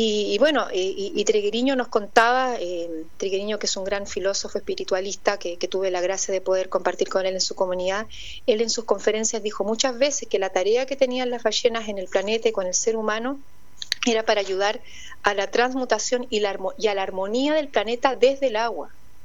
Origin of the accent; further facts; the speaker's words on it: Chile; now in Uruguay; Yo que soy chilena